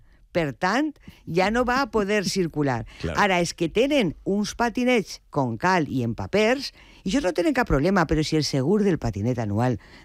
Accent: Valencia, Valencian Community, Spain; jo sóc de Benimaclet i ahí estan los Bolea.

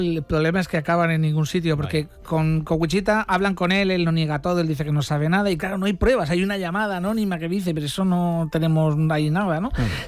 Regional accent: Region of Murcia, Spain; Yo recuerdo, yo como murciano, que no soy de aquí

